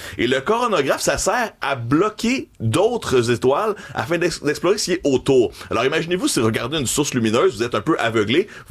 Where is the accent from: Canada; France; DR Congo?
Canada; Montreal, Quebec; en tant que Montréalais